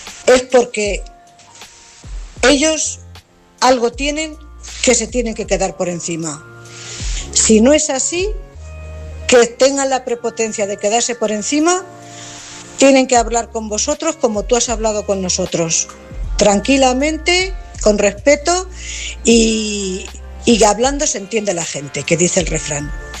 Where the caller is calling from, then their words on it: Cuenca, Castilla-La Mancha, Spain; corresponsal de Cuenca.